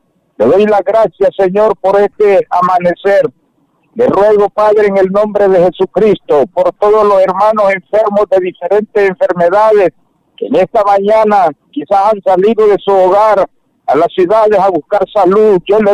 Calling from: Sabá, Colón, Honduras; mi pueblo de Sabat, Colón, Honduras.

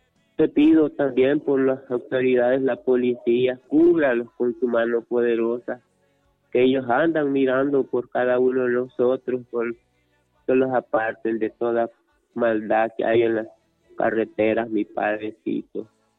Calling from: Choluteca, Honduras; Le llamamos de Choluteca, Barrio La Ceiba

